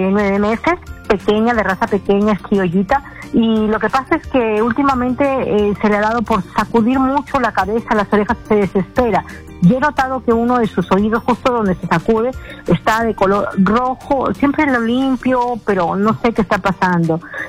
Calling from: Chiclayo, Lambayeque, Peru; desde Chiclayo.

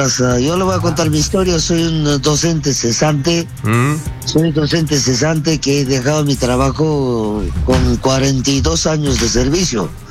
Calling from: Apurímac, Peru; estoy llamando desde Grau, Apurímac.

